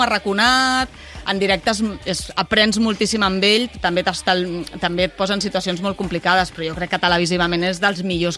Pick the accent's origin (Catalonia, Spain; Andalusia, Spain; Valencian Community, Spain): Catalonia, Spain; Barcelona; born there; also born or lived in Badalona / Madrid; jo vaig néixer a Barcelona, però me'n vaig